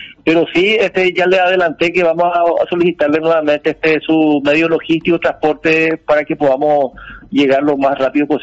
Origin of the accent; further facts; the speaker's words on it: Paraguay; Somos los paraguayos solidarios